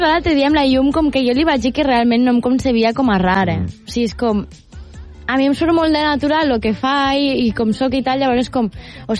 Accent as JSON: {"language": "Catalan", "town": "Lleida", "region": "Catalonia", "country": "Spain", "said": "Soc de Lleida."}